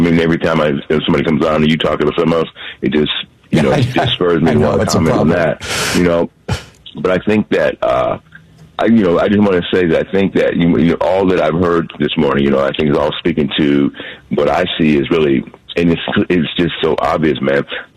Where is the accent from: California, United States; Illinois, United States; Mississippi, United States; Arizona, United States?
California, United States; and I'm from the Bay Area, right? San Francisco Bay Area.